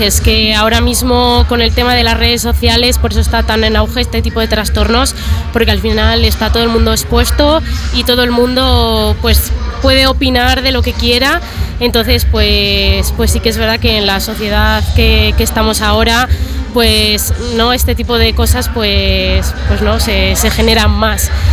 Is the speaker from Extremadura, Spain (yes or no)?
no; Bilbao, Basque Country, Spain; yo no resido aquí en Burgos, yo soy de Bilbao